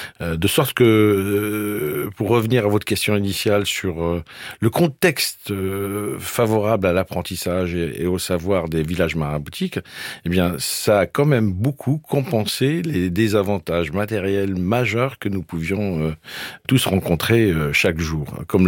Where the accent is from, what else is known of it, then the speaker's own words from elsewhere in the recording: Kabylie, Algeria; Mais vous êtes d'où, d'Algérie? Alors, je lui dis de Kabylie.